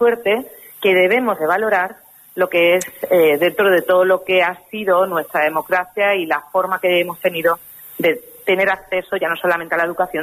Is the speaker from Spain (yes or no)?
yes; Jarais de la Vera, Extremadura, Spain; Y es como alguien de un pueblo de Extremadura, de un pueblo chiquitito, que yo soy de Jarais de la Vera